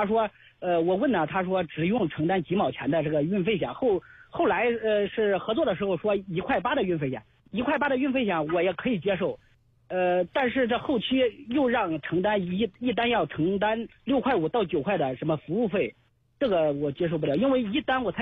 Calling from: Zhengzhou, Henan, China; 我是郑州这边的。

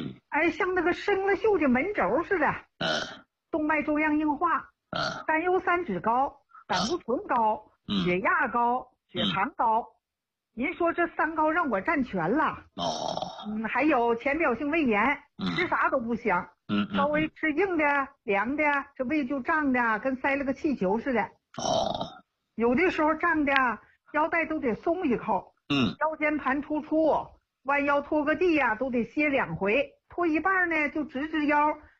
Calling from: Jiangsu, China; 我家是江苏的。

